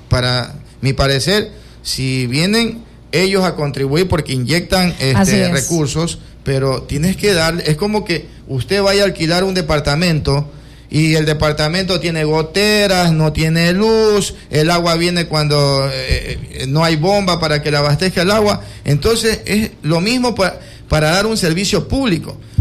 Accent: Quevedo, Los Ríos, Ecuador; born there; Yo nací en San Camilo.

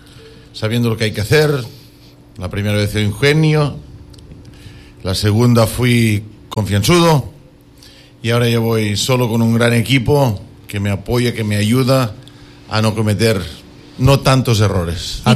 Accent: Quevedo, Los Ríos, Ecuador; Yo no soy de San Carlos, soy de Quevedo.

